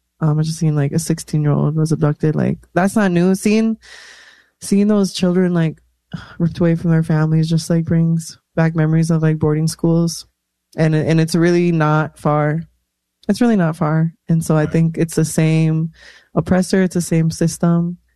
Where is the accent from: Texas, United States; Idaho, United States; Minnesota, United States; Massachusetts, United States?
Minnesota, United States; St. Michael; I grew up in the Twin Cities in St. Michael.